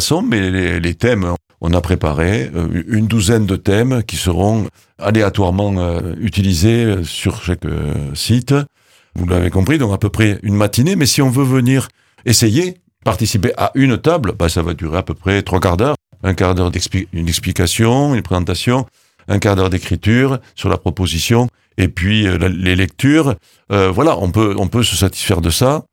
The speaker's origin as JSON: {"language": "French", "region": "Occitanie", "country": "France", "said": "Ah oui, parce qu'on est du Volvestre."}